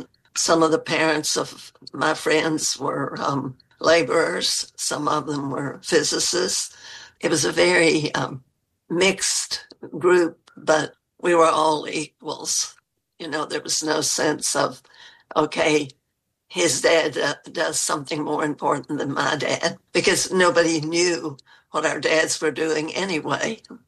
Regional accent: Oak Ridge, Tennessee, United States; also born or lived in Grant Town, West Virginia / southeastern Kentucky; now in East Tennessee, United States; So I grew up in Oak Ridge in Tennessee, though, because during the war, my dad was hired to work in one of the nuclear facilities. And so we came to Oak Ridge when I was six

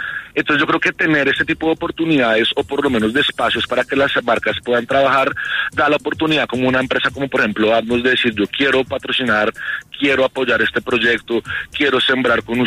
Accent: Bogotá, Colombia; para que en verdad podamos en verdad identificarnos como bogotanos, colombianos, y encontrar el valor de lo que tenemos.

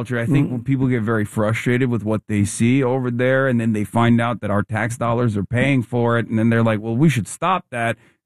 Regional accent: Turkey; moved away as an adult; now in United States; Yeah, I'm an American citizen, but I grew up in Turkey until I was 18. I came here when I was 18.

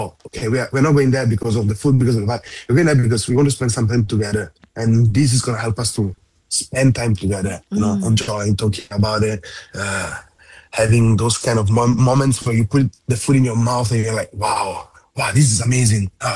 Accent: Genoa, Liguria, Italy; also born or lived in Calabria; now in Singapore; We stay in my hometown, it's Genova.

